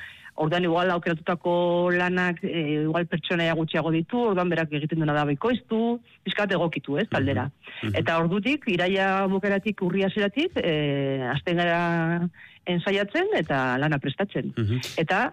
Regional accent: Pamplona, Navarre, Spain; now in Basaburua, Spain; ni Iruñekoa naiz, baina Basaburuan bizi naiz.

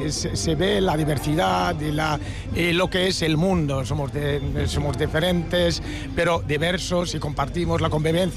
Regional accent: Atlas, Morocco; moved away as an adult; now in Vitoria-Gasteiz, Spain; Yo soy de Marruecos.

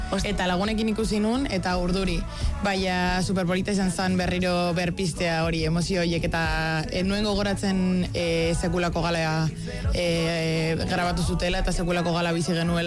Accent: Basque Country, Spain; nia arabartarra izatea

